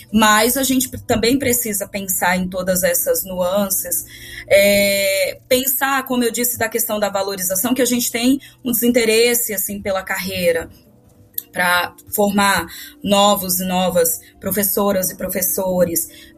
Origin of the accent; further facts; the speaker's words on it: Bahia, Brazil; now in Campinas, Brazil; Ainda na Bahia, eu sou baiana, é de lá que eu tenho os meus pés plantados.